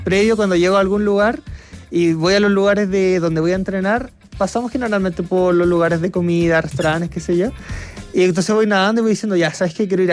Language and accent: Spanish; Antofagasta, Chile; Como soy de Antofagasta, siempre hemos estado en el mar